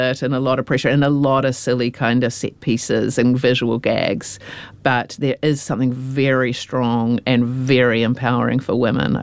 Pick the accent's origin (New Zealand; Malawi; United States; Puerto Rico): New Zealand; I'm a Kiwi